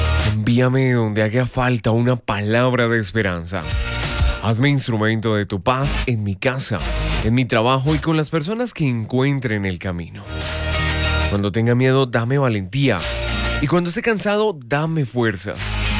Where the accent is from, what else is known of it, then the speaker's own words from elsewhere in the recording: Colombia; Como buen colombiano hay que levantarse, sacudirse un poco el polvo.